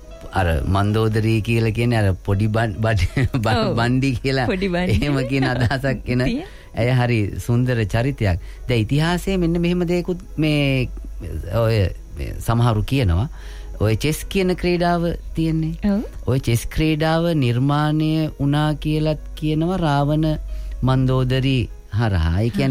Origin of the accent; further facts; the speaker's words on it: Ratmalgoda, Western Province, Sri Lanka; ඔව්, මම මුලින්ම පාසල් ගියේ අපේ ගම රත්මල්ගොඩ තිබුණු මාපුටුකල මහාවිද්‍යාලයට.